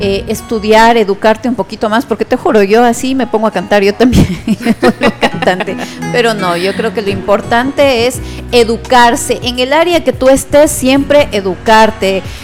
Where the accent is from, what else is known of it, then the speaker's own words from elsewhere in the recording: Ecuador; no seamos malos entre nosotros mismos como ecuatorianos